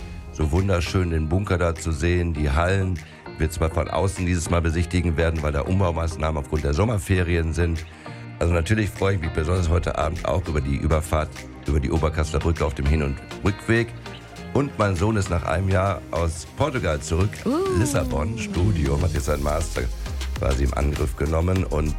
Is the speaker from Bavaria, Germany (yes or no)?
no; Münster, North Rhine-Westphalia, Germany; born there; now in Düsseldorf, Germany; Ich habe schon als kleines Kind in Münster von Titus die ersten Rollschuhe gekauft